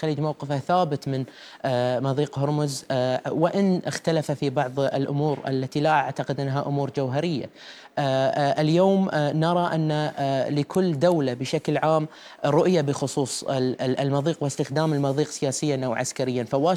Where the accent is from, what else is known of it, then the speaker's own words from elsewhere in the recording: Qatar; وأنا أيضا كقطري فخور جدا بهذا الشيء،